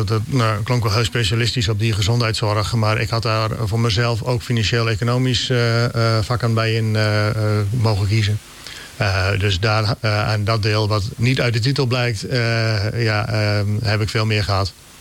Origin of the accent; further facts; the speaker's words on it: Appingedam, Groningen, Netherlands; also born or lived in Delfzijl; Ik ben geboren in het ziekenhuis in Delfzijl, wat daar toen nog stond. Daarna gelijk naar Appingedam, waar het huis van mijn ouders stond en staat. Die wonen daar nog steeds. Daar opgegroeid. Ook min of meer buitengebied van Appingedam.